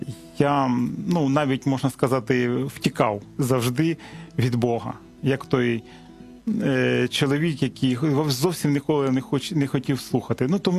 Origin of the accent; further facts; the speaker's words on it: Hostomel, Kyiv Oblast, Ukraine; moved away as an adult; also born or lived in Sumy; Ну, народився я в Київській області, селище Гостомель, в 1970 році. Закінчив там 10 класів.